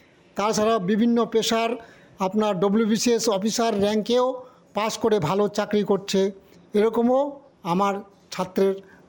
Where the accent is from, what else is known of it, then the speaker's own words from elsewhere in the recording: West Bengal, India; আমি যে গ্রামে জন্মগ্রহণ করেছি এই গ্রামে কিন্তু সবারই জমি ছিল, জমির কোনো অভাব ছিল না।